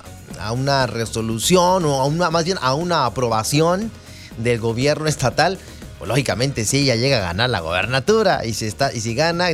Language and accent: Spanish; Mexico; Sí, somos mexicanos